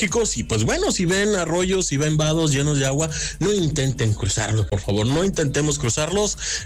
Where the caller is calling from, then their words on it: Ciudad Acuña, Coahuila, Mexico; Saludos desde Ciudad Acuña, Coahuila